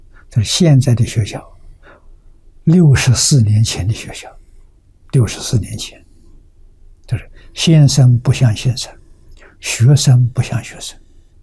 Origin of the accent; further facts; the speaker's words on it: Lujiang, Anhui, China; 我家乡在庐江